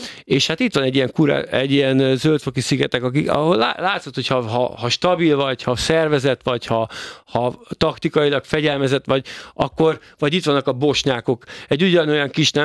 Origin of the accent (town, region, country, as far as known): Hungary